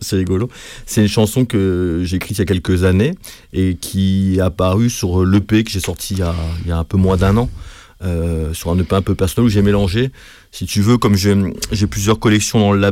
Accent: Grand Est, France; Ouais, moi je suis du Grand Est. Moselle.

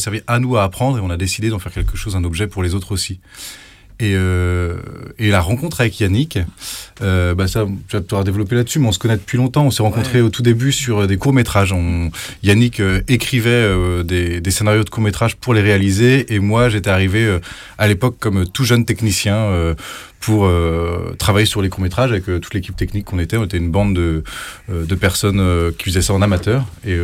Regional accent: Lorient, Brittany, France; Moi, je suis de Lorient, je vis à Lorient.

